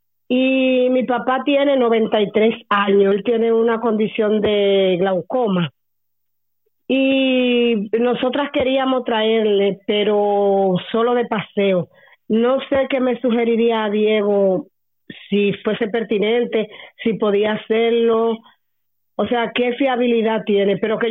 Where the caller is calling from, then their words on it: Madrid, Community of Madrid, Spain; de aquí, de Embajadores.